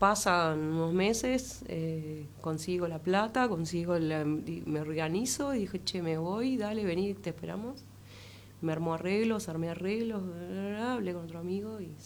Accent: Lomas de Zamora, Buenos Aires Province, Argentina; Soy rioplatense, o sea, bueno, soy de Loma de Zamora, pero soy porteña, básicamente

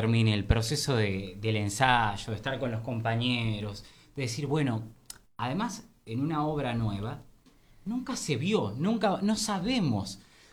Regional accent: Italy; Soy italiano, somos italianos, hablamos con las manos nosotros.

